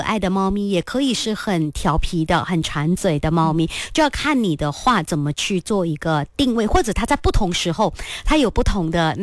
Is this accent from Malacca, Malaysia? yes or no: no; Kuching, Sarawak, Malaysia; 像我家乡，因为我古晋猫城